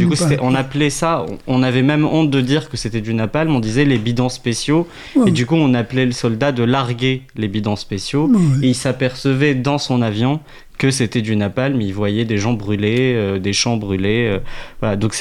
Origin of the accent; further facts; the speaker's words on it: Tunisia; parce que moi j'ai grandi en Tunisie, donc moi l'histoire coloniale française je l'ai appris